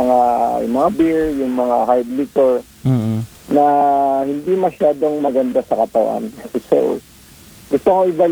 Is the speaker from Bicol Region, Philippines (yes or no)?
no; Hungduan, Cordillera Administrative Region, Philippines; umuwi ako sa amin sa Hungduan kasi originally po sa Hungduan ako.